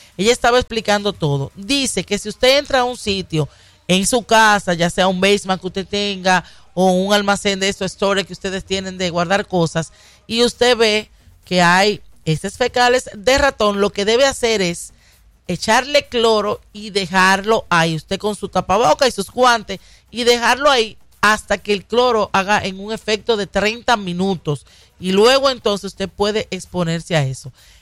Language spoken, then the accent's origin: Spanish; Dominican Republic; De nosotros que venimos de la República Dominicana, siempre los ratones han mantenido una guerra con uno